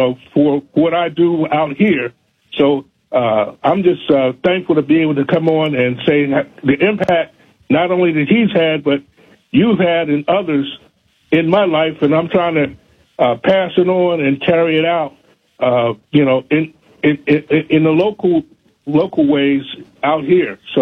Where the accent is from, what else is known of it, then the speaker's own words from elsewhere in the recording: Philadelphia, Pennsylvania, United States; now in Seattle, United States; I grew up in that way as an activist in Philadelphia from the late 50s and 60s.